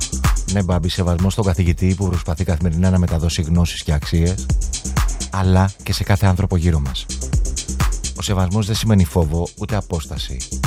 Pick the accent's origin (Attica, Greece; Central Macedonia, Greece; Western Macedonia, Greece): Attica, Greece; Agia Paraskevi; Καλησπέρα … από την Αγία Παρασκευή